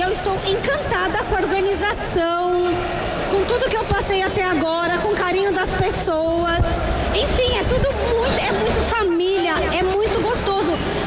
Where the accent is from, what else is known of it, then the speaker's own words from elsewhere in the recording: São Paulo, Brazil; vim de São Paulo pra falar. Vocês falam bora, Bahia, em São Paulo a gente vai falar assim, vai, Bahia!